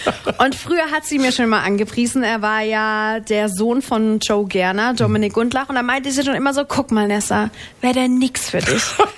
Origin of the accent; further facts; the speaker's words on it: Baden-Württemberg, Germany; accent: Baden; also born or lived in Berlin; einfach ein Badener. Also ich krieg's auch nicht raus. Ich will es auch gar nicht rauskriegen. Ich liebe meine Heimat. Es ist einfach wunderschön hier.